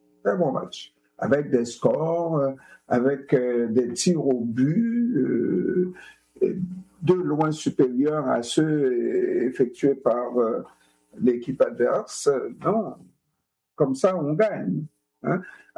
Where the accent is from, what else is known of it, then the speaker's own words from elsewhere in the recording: Canada; Si on est des Canadiens, il faut qu'on soit hockey.